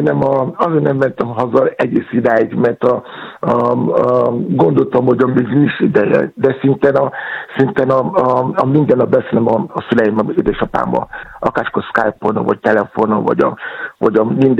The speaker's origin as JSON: {"language": "Hungarian", "country": "Nigeria", "tie": "born or raised there", "second_language": "Hungarian", "moved": "as an adult", "lives_now": "Hungary", "said": "Én ott születtem Nigériában, és nagyon-nagyon jól ismerem ez a szószág"}